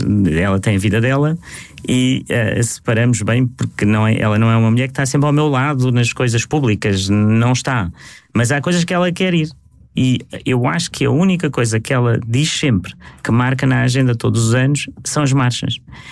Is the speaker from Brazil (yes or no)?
no; Beja, Portugal; also born or lived in Lisbon; Sou de Beja, tenho esse lado, sou de Lisboa, sou europeu